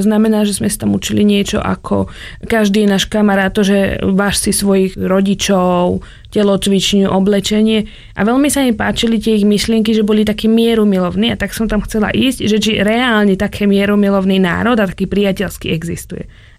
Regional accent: Šaľa, Nitra Region, Slovakia; Áno, to je moje rodné mesto.

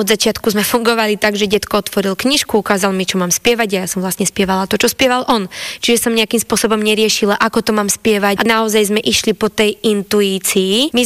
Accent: Šarišský Jastrabie, Prešov Region, Slovakia; kantoroval u nás v Šarískom Jastrbi v našej cerkvi Uspenia a Presvätej Bohorodici. Tam som vlastne ako 3-4 ročná približne sadla k nemu do lavice a to mi ostalo pomaly skoro do dnes.

